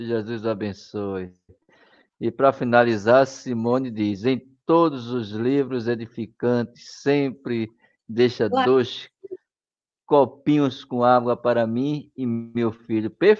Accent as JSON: {"language": "Portuguese", "town": "Recife", "region": "Pernambuco", "country": "Brazil", "said": "sou de Recife, Pernambuco, Brasil."}